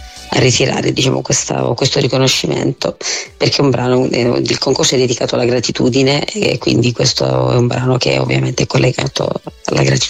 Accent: Lesina, Apulia, Italy; è il primo concerto che faccio a Liesina, perché io mi esibisco un po' dappertutto, ma nel mio paese quasi mai.

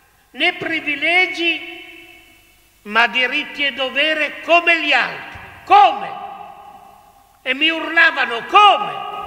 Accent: Piedmont, Italy; io sono cresciuto nel mio paese del Monferrato

